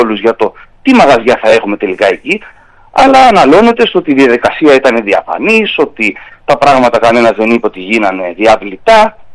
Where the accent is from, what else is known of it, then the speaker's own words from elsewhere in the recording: Chania, Crete, Greece; Γνωρίζουμε σαν Χανιώτες